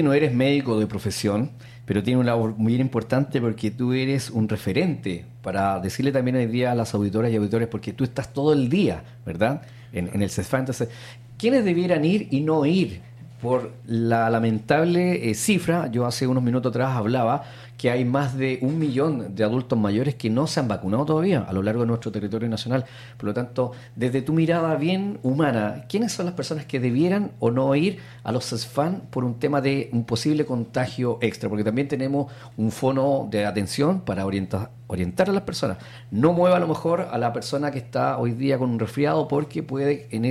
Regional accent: Chile

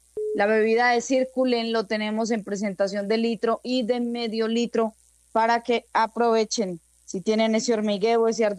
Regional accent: Argelia, Antioquia, Colombia; Este domingo voy a estar por allá ejerciendo mi deber del voto en Argelia. Saludito muy especial a mi pueblito del alma.

